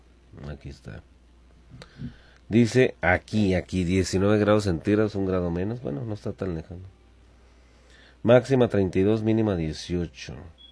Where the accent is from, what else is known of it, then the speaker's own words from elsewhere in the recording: Mexico; somos mexicanos